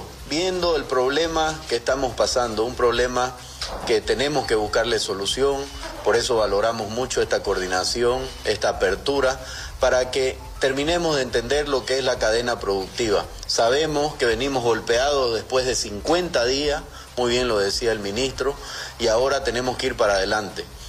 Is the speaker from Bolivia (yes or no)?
yes; Bolivia; nos hace falta como bolivianos.